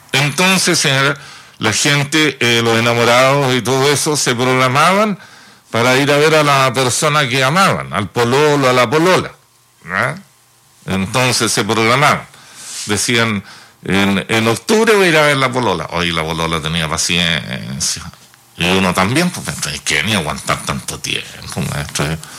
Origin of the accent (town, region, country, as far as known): Chile